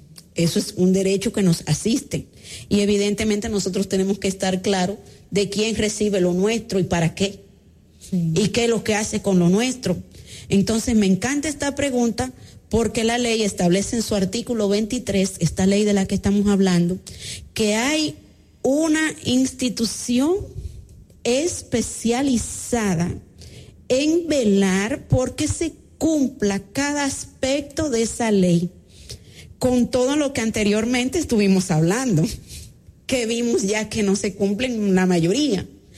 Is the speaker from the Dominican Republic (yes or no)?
yes; Dominican Republic